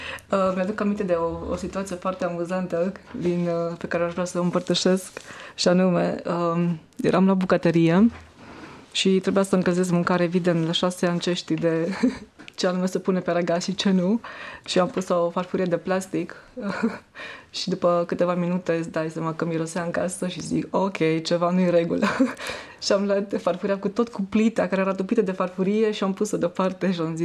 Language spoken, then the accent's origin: Romanian; Cluj-Napoca, Cluj County, Romania; moved away as an adult; now in Germany; sunt clujeancă. Am copilărit, am crescut, am locuit până la vârsta de 36 de ani în Cluj, în cartierul Grigorescu, care se află pe malul Someșului. E un cartier foarte frumos. Provin într-o familie simplă, părinții mei muncitori